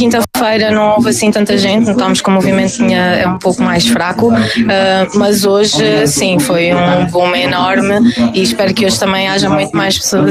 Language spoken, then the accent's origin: Portuguese; Crato, Portalegre, Portugal; Já conhecia, até porque eu sou do Crato.